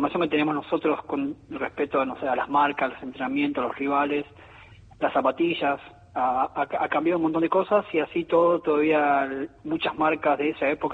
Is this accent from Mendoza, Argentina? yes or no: no; Entre Ríos, Argentina; 9 de julio Villaguay, que está cerca de mi pueblo.